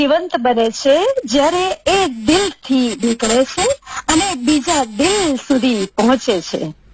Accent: Gujarat, India; मैं गुजराती हूँ, गुज्जू हूँ, तो कुछ गुजराती में भी कहना चाहूंगी।

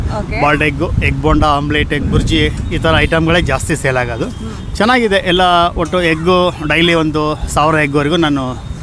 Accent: Sagara, Karnataka, India; now in Shivamogga, India; ನಾವು ಮೂಲತಃ ಸಾಗರ, ಸಾಗರದಿಂದ ಮುಂದೆ ಹಳ್ಳಿ ಹುಣಸೂರು ಅಂತೇಳಿ ನಮ್ಮೂರು. ನಾವು ಶಿವಮೊಗ್ಗ ಬಂದು 87 ಶಿವಮೊಗ್ಗ ರೀಚ್ ಆಗಿದ್ದು. ನಾವು 95 ಇಲ್ಲಿ ಅಂಗಡಿ ಓಪನ್ ಮಾಡಿದ್ದು

